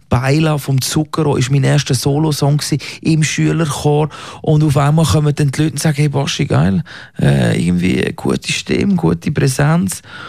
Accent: Gelterkinden, Basel-Landschaft, Switzerland; Aufgewachsen bin ich in einem 6000-Seelen-Dorf in Geltenkirchen, das ist im Baselland. Meine Familie hat dort ein Coiffeur-Geschäft gehabt, auf dem Dorfplatz.

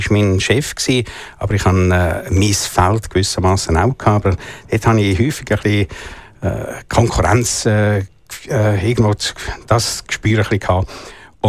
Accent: Zurich, Switzerland; zwischendrin bin ich mal ein Jahr in Paris gewesen, aber sonst bin ich, fühle ich mich durch und durch als Zürcher.

